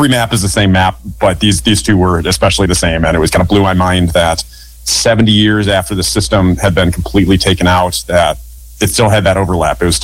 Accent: Twin Cities, Minnesota, United States; also born or lived in Texas; So I'm from the Twin Cities originally. I spent some time down in Texas and I moved back to Minnesota in 21.

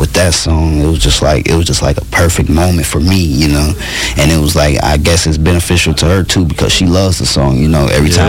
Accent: Saint Paul, Minnesota, United States; now in Minneapolis, United States; I had moved to Minneapolis, and, you know, it was a different environment. So, like I said, I'm from St. Paul

